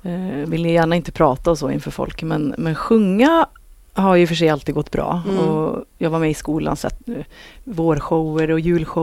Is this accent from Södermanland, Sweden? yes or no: no; Värmland, Sweden; I Värmland där jag växte upp så fick jag nog... jag fick nys om att det fanns ett solband